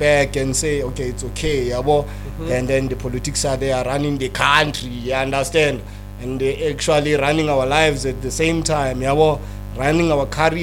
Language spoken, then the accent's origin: English; Carletonville, Gauteng, South Africa; I was born and raised here in Carltonville, man.